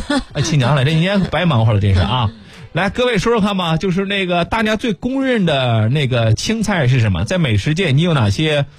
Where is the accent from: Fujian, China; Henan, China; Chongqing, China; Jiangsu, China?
Jiangsu, China; Xuzhou; 咱徐州的做法一般都做的有点水不劲儿的。